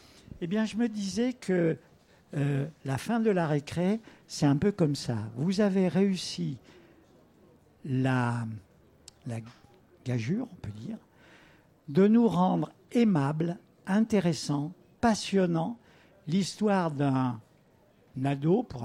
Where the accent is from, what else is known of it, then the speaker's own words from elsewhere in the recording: Saint-Étienne, Auvergne-Rhône-Alpes, France; chez nous, à Saint-Étienne.